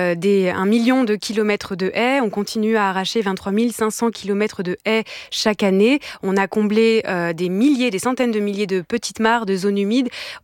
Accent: Auvergne-Rhône-Alpes, France; Je viens des régions de Savoie

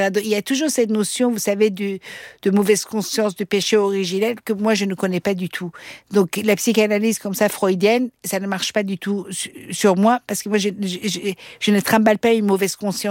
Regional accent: Austria; first language Persian; French is a second language; Je parlais le persan, mes parents ils m'ont mis dans une école francophone, après j'ai grandi en Autriche.

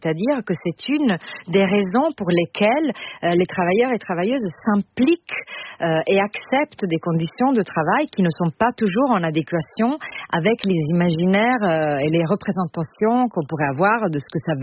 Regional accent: Italy; Dans un pays comme la France, je suis italienne

